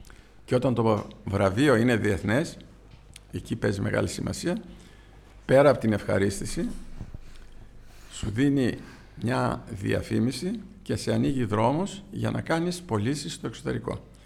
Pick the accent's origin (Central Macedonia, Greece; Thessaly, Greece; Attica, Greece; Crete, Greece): Central Macedonia, Greece; Epanomi; θέλησα να αναβιώσω την αμπελοκαλλιέργεια στην επανομή που ήταν το χωριό μου.